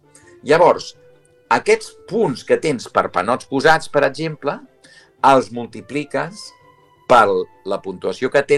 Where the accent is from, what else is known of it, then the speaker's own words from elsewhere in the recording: Barcelona, Catalonia, Spain; com a barceloní, soc nascut a Barcelona i criat a Barcelona, tot el que sigui Barcelona em tira molt, eh?